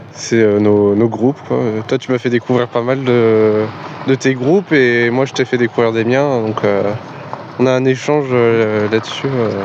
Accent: Brittany, France; Non, je suis plus du côté nord de Quimper, vers la campagne.

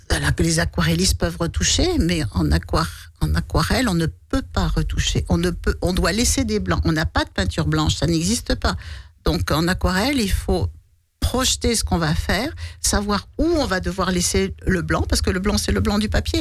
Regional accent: Pyrenees, France; Pour les lieux, je l'aime en toutes les saisons, mais je suis d'origine des Pyrénées. Et dans les Pyrénées, j'aime mieux les peindre en hiver, parce que c'est beau, les montagnes, la neige.

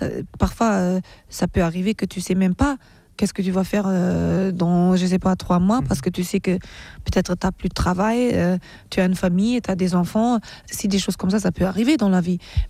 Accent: Germany; born or raised there; French is a second language

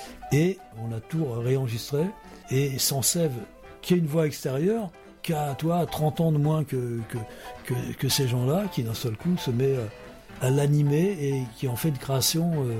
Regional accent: Dreux, Centre-Val de Loire, France; born there; moi je suis né à Dreux

